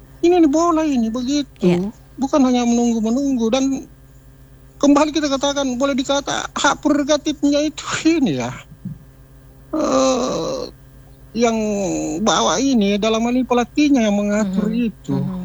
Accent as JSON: {"language": "Indonesian", "town": "Parepare", "region": "South Sulawesi", "country": "Indonesia", "said": "Kami selaku orang Parepare yang tentunya tempat home base-nya PSM ya"}